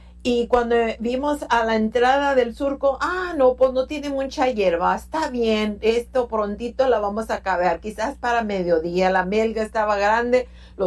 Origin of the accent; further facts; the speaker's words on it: United States; born there; mis padres y nosotros todos somos estadounidenses, nacimos aquí en Estados Unidos